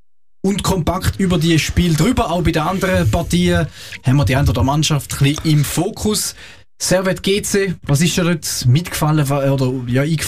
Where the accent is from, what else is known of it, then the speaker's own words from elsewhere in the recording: Switzerland; als Schweizer kennst du die anderen Ligen nicht so